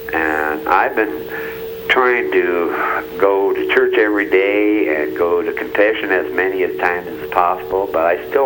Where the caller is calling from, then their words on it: Pueblo, Colorado, United States; I'm from Pueblo, Colorado.